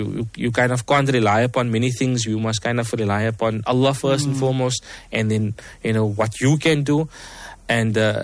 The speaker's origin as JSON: {"language": "English", "region": "Western Cape", "country": "South Africa", "tie": "born or raised there", "said": "Again, I grew up in Lavendale. I was around the man drugs"}